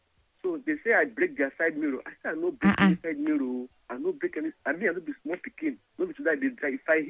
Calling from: Lagos, Nigeria; I'm calling from Koko area.

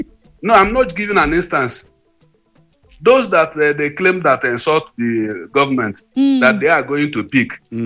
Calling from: Uganda; Yeah, good morning. … I'm calling from Uganda.

